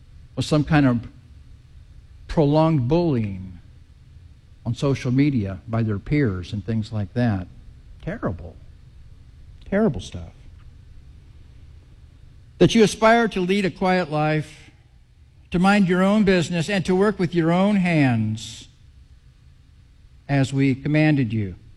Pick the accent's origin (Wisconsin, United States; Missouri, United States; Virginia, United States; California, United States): Missouri, United States; Kansas City; I grew up in Kansas City. Well, to the extent that I grew up, it was in Kansas City.